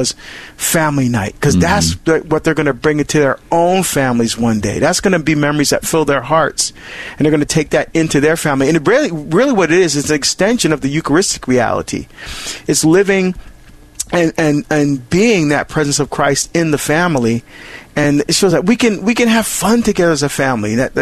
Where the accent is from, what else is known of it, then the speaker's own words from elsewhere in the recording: New Jersey, United States; Anthony is calling from my home state of New Jersey